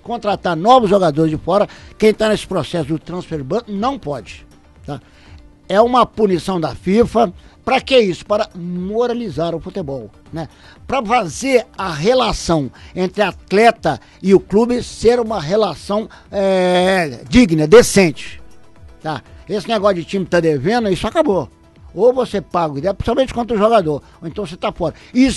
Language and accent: Portuguese; Brazil; Nós somos brasileiros